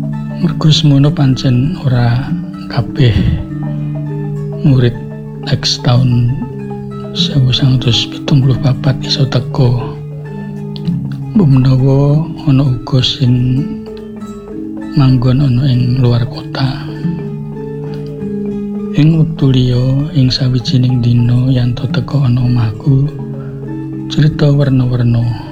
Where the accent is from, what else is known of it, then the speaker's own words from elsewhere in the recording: Banguntapan, Special Region of Yogyakarta, Indonesia; Kula srikaton saking Banguntapan.